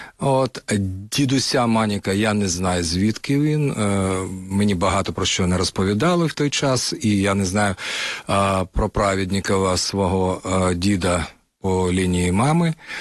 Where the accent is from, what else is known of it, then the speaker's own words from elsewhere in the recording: Kyiv, Ukraine; born there; Тут поруч Воздвиженка нині зветься.